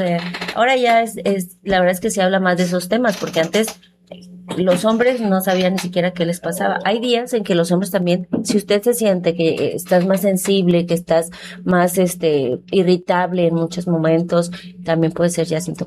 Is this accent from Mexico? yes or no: yes; Mexico